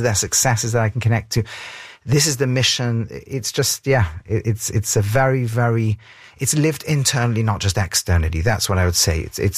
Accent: England, United Kingdom; now in Israel; for me as a child, I grew up in England. I studied Bible.

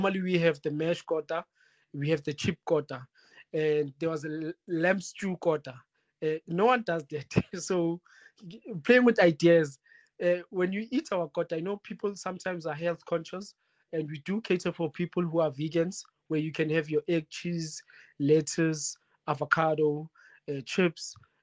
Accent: South Africa; we are proudly South African

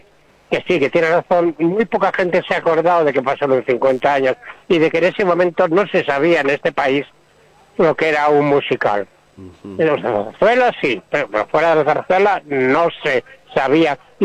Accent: San Sebastián, Basque Country, Spain; now in Torrelodones, Spain; me pasa a mí lo mismo siendo de San Sebastián

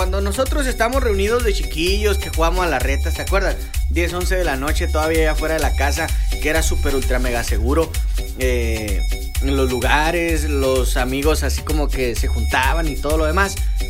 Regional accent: Mexico; yo crecí aquí en el Fobiste 2. Pero con el paso del tiempo fuimos cambiando de casa. Luego a la Buenos Aires.

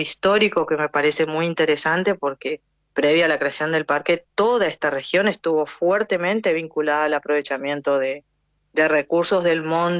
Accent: Chaco, Argentina; born there; Nací en la provincia del Chaco.

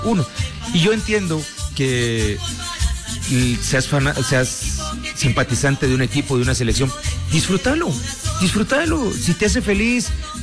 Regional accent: Guatemala

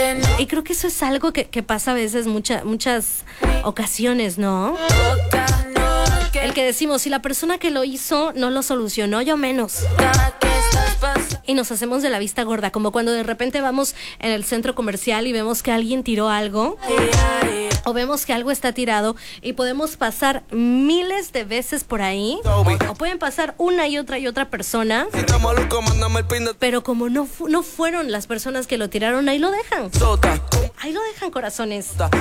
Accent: Mexico; los mexicanos somos muy cálidos, muy empáticos, muy todo

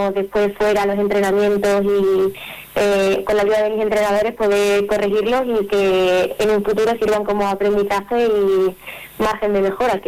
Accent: Badajoz, Extremadura, Spain; desde los últimos judes que hice ahí en Badajoz, en mi tierra, que siempre está muy guay competir en casa

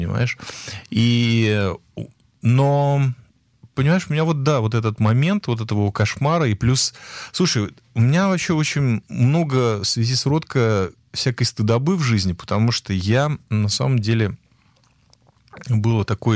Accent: Latvia; вот я сам из Латвии, вот для меня очень важно было

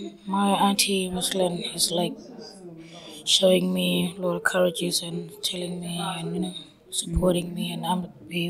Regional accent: Yalata, South Australia, Australia; also born or lived in Port Augusta; I'm from Yalata Aboriginal community, and I was born in Port Augusta Hospital. We went back home. And my grandmother is from here, Port Augusta, from my father's side. But I grew up in Yalata with my grandfather's side, from my father, and also my mum's family.

